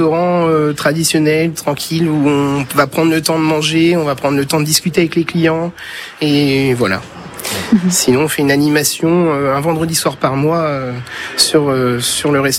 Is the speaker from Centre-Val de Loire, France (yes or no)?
yes; Issoudun, Centre-Val de Loire, France; also born or lived in Châteauroux; Ça fait 28 ans que je suis Issoudun. Je suis né sur Châteauroux, mais j'ai toujours habité Issoudun.